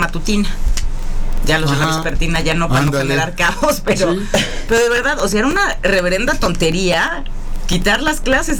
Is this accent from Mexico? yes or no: yes; Mexico